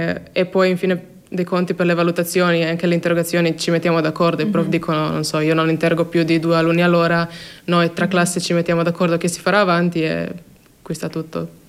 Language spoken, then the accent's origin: Italian; Croatia; io sono dalla Croazia quindi posso anche andare in Croazia oppure anche in Slovenia, capisco le lingue